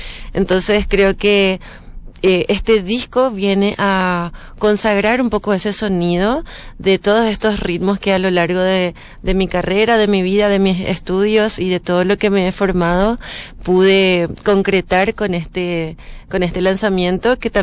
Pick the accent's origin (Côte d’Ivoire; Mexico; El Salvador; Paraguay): Paraguay; Yo creo que en la capital, en Asunción, estamos más influenciados por lo que pasa en Argentina